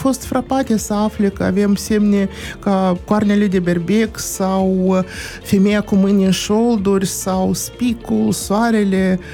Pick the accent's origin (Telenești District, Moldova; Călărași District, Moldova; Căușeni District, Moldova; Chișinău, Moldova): Chișinău, Moldova; Din Chișinău.